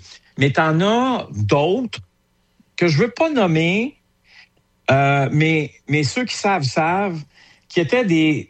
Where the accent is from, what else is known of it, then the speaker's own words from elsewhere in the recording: Gatineau, Quebec, Canada; Tu sais, moi, j'ai grandi à Hull. Puis grandir à Hull, là, je vais le répéter là, pour ceux qui le savent, là, dans les années 80